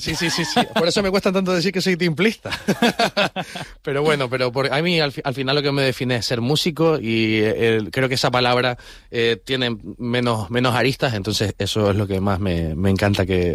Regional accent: Canary Islands, Spain; Y siempre juntándose con de donde yo vengo y de lo que yo he mamado, ¿no? Es decir, tanto de la música del folclore canario

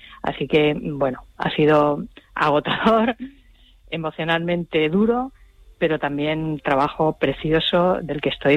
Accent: San Cristóbal de La Laguna, Canary Islands, Spain; yo también soy una chica de barrio. Yo me crié en La Cuesta, que es el barrio de al lado en el que vivió Bereje

